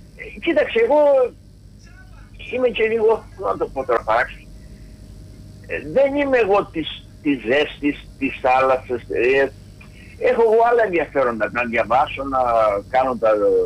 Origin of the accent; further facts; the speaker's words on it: Heraklion, Crete, Greece; now in Canada; Και εγώ είμαι και από το Ηράκλειο που έχουμε αμπέλια.